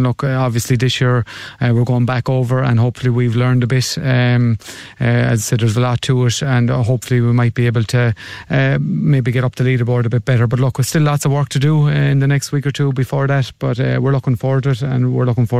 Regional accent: Strandhill, County Sligo, Ireland; I'm originally from Strandhill, so it was the first one we put in.

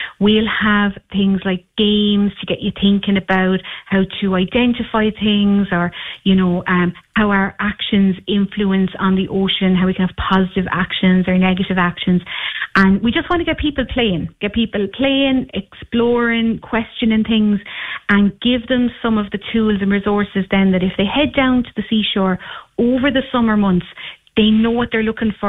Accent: Munster, Ireland; I grew up in Tipperary, so to be honest, I actually had I had no kind of aspirations of working with the marine when I was younger.

